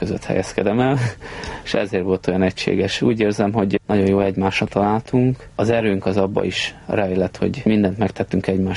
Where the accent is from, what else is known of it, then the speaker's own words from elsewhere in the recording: Budapest, Hungary; Nem, belvárosi gyerek voltam, tehát a 8. kerületben születtem. Később, amikor önálló lakásom lett, akkor költöztem Újpestre.